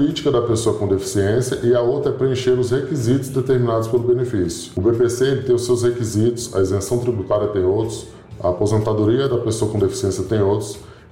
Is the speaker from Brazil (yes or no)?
yes; Brasília, Federal District, Brazil; Fui criado em Ceilândia, Riacho Fundo.